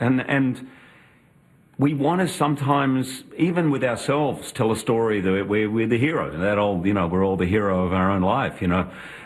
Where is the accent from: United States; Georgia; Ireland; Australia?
Australia; I mean, I grew up in Australia, so we would go